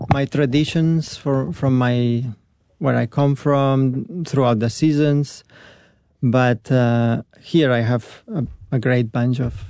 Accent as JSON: {"language": "English", "region": "Catalonia", "country": "Spain", "said": "I'm from Catalonia, yes."}